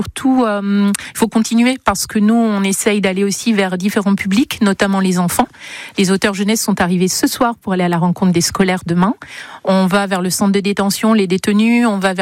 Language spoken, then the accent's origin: French; Lalinde, Nouvelle-Aquitaine, France; chez nous, en Périgord, à la Linde